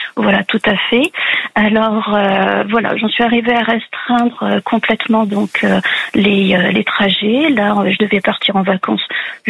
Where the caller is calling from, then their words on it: Montluçon, Auvergne-Rhône-Alpes, France; J'appelle de l'Allier, de Montluçon.